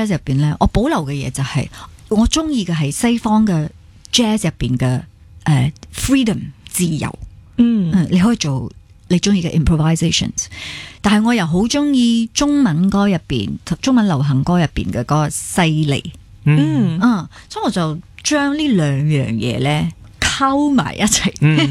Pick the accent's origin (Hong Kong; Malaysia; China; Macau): Malaysia; 我觉得好难去定义我哋马来西亚人做嘅 jazz